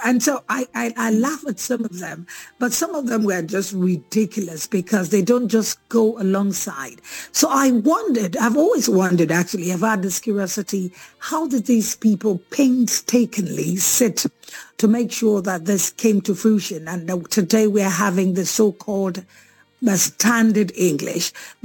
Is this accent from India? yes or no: no; Nigeria